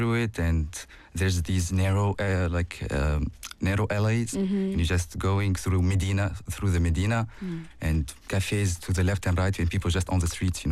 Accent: Tunis, Tunis Governorate, Tunisia; moved away; I was born and raised in the capital.

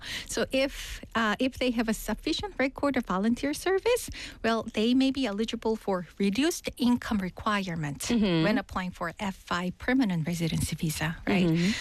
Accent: South Korea; we Koreans

